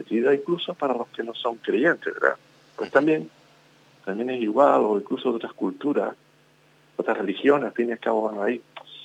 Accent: Canary Islands, Spain; con un pueblo, con unas tradiciones, con la gente que somos, la sociedad canaria

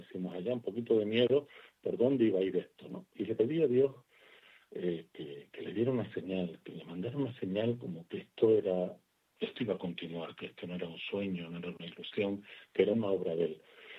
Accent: Canary Islands, Spain; born there; somos varios los hermanos que nacimos ahí en Gran Canaria y en otras islas del archipiélago.

